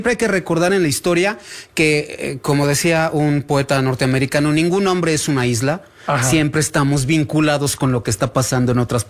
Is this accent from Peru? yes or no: no; Mexico; Ya sabes cómo somos los mexicanos, ¿no?